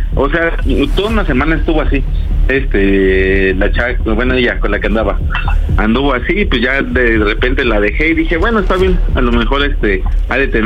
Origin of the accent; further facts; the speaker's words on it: Mexico City, Mexico; Tengo 24 años y soy aquí de la Ciudad de México.